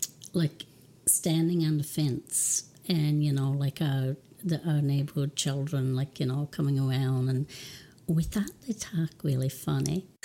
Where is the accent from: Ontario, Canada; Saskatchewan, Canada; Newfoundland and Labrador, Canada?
Newfoundland and Labrador, Canada; Cow Head; I'm originally from Nettie's Arbor in North Point, but I've lived in Cowhead since I was 4 years old, and I was born in 1959.